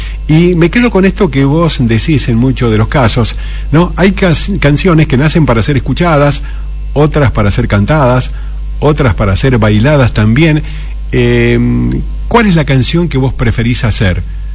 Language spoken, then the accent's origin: Spanish; Argentina; viste cómo somos los argentinos, triunfalistas